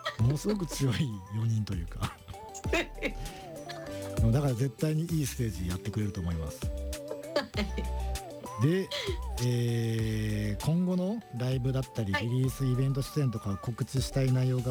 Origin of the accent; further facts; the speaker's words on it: Takamatsu, Kagawa, Japan; 自分の地元の高松のショッピングモールでピアノ弾き語りの生の歌を聴いた時なんですね。